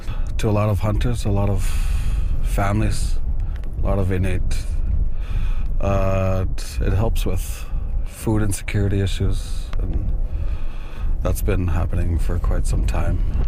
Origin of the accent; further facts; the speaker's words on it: Puvirnituq, Quebec, Canada; I remember when I was growing up in Pontnatuk, there was a quite large amount.